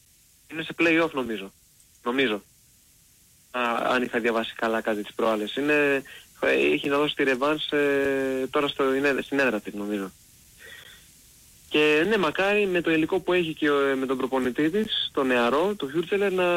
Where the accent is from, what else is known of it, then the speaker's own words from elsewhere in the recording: Thessaloniki, Central Macedonia, Greece; Κατά την παρέα του Σπόρ FM είμαι γνωστός ως … από Σαλόνικα, αλλά λόγω διακοπών είμαι βάσιμος στα Χανιά.